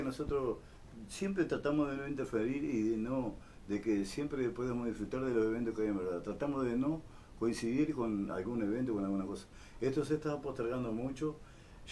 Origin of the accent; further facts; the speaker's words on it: Melo, Cerro Largo, Uruguay; also born or lived in Maldonado; now in Vergara, Uruguay; yo viví en Maldonado, soy de Melo